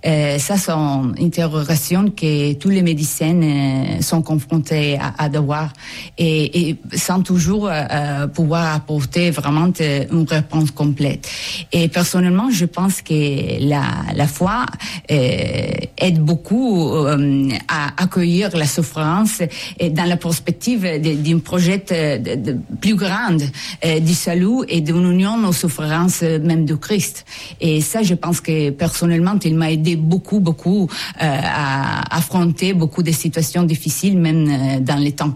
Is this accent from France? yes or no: no; Italy; Oui, je suis italienne.